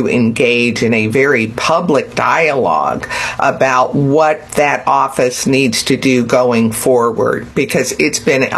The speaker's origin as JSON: {"language": "English", "town": "Madison", "region": "Indiana", "country": "United States", "tie": "born or raised there", "said": "grew up in southern Indiana in a time when that was a pretty Democratic area. But my hometown, Madison, has always been pretty balanced between Republicans and Democrats."}